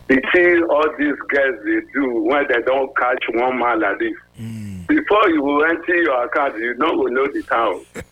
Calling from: Nigeria; I'm calling from Igwebe

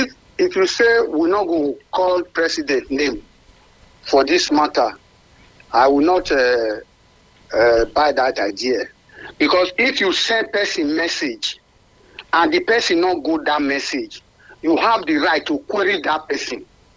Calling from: Urora, Edo, Nigeria; I'm calling from Urora.

